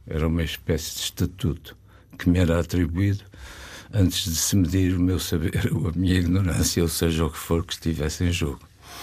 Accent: Vila Nova de Gaia, Norte, Portugal; Eu nasci na Rua da Barroca, 156, veja lá, ainda me lembro do número da casa.

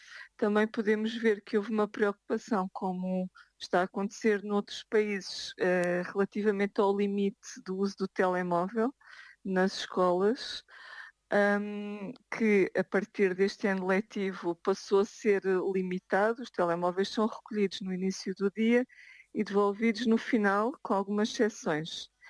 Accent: Portugal; now in Stockholm, Sweden; enquanto portuguesa

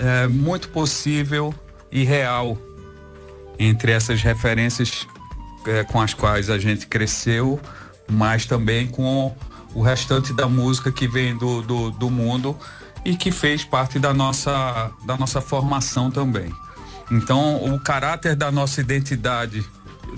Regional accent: Pernambuco, Brazil; now in São Paulo, Brazil; Eu tive acesso muito cedo às festividades, não só do litoral onde eu nasci, mas adentrando o interior do estado de Pernambuco.

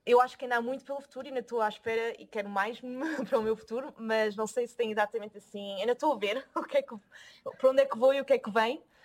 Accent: Lisbon, Portugal; moved away as an adult; Eu também sou de Lisboa e também fiz a minha formação em Lisboa até sair de Portugal, portanto... bastante centrada lá em Lisboa.

